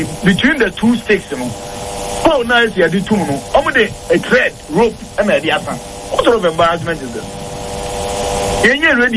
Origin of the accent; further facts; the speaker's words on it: Nigeria; I'm a Nigerian journalist